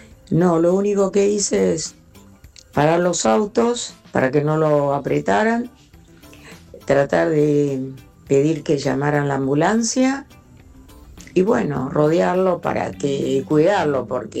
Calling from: Don Torcuato, Buenos Aires Province, Argentina; Don Torcuato.

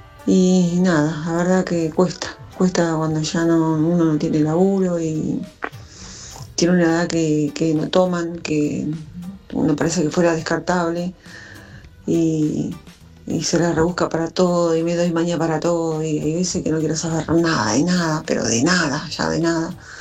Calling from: Martín Coronado, Buenos Aires Province, Argentina; soy de Martín Coronado, partido 3 de febrero.

